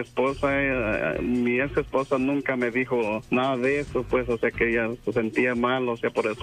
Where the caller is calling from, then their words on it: Guadalajara, Jalisco, Mexico; No, yo soy de Guadalajara.